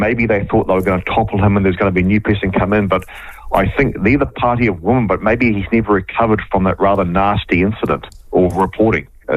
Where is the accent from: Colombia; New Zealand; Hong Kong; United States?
New Zealand; Cambridge, Waikato; now in Auckland, New Zealand; I came from Cambridge, which, like smaller towns, is serviced largely by volunteer fire officers.